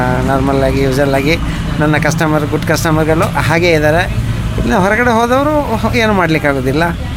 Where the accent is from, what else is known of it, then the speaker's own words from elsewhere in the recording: Chikkamagaluru, Karnataka, India; now in Shivamogga, India; ಹುಟ್ಟಿದ್ದು ಚಿಕ್ಕಮಗಳೂರು, ಓದಿದ್ದು ಚಿಕ್ಕಮಗಳೂರು, ಬೆಳೆದಿದ್ದು ಚಿಕ್ಕಮಗಳೂರು, ಬಿಸ್ನೆಸ್ಗೆ ಬಂದಿದ್ದು ಶಿವಮೊಗ್ಗ.